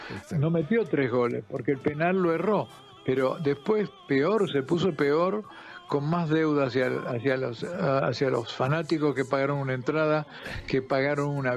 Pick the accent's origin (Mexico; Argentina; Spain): Argentina; yo, como buen argentino desconfiado